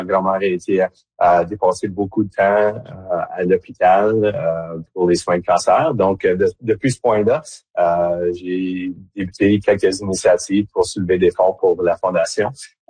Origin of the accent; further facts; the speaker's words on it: Timmins, Ontario, Canada; now in Sudbury, Canada; les familles de Timmins, d'où que je suis originaire